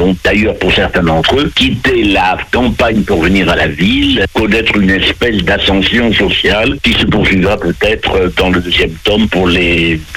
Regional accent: Bordeaux, Nouvelle-Aquitaine, France; puisque je viens du sud-ouest, singulièrement de la Gironde et plus particulièrement de Bordeaux.

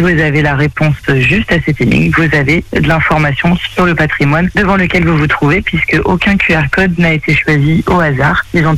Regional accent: Le Mans, Pays de la Loire, France; born there; also born or lived in Nantes; now in Angers, France; je suis nantaise d'origine et j'ai élu domicile à Angers il y a une quinzaine d'années. Mais je suis mancelle, je suis née au Mans.

